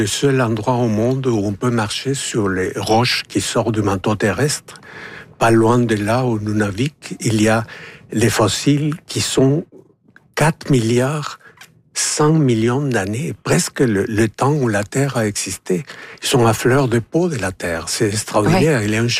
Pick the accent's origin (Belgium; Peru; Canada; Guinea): Peru; moved away; Moi, je viens du Pérou.